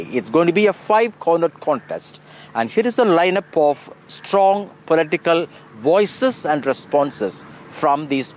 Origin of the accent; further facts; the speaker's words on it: Chennai, Tamil Nadu, India; from Chennai.